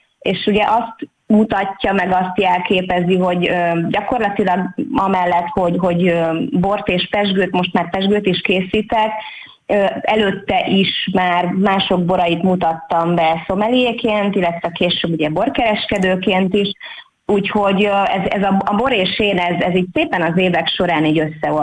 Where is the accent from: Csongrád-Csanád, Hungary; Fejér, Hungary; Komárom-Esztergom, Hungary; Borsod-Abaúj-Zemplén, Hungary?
Fejér, Hungary; Pázmánd; én itt születtem Pázmándon